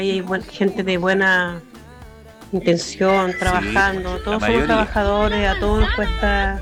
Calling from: Quilpué, Valparaíso, Chile; Soy del Belloto.

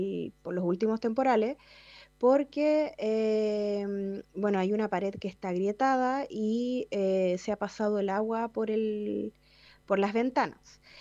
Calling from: Valparaíso, Chile; soy del Cerro Larraín. Yo estoy arrendando acá un departamento

